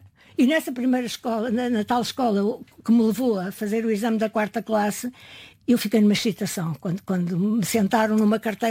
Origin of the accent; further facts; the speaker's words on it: Alentejo, Portugal; also born or lived in Estremoz / Mora / Castelo de Vide; Eu passei a maior parte da minha infância no Alentejo.